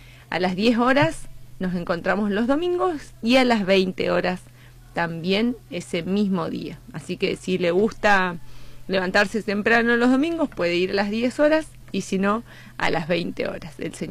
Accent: Neuquén, Argentina; así que somos de Argentina. Y estamos en distintos lugares de la provincia del Neuquén.

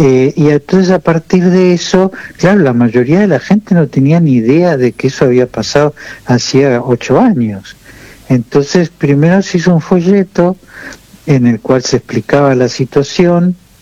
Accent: Argentina; also born or lived in Toledo, Spain; volví a la Argentina, yo soy argentino, ¿no es cierto?

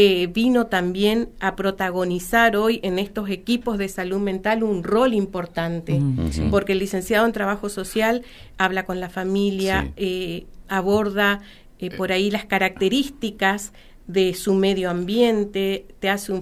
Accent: Misiones, Argentina; Qué lindo decir soy de Misiones

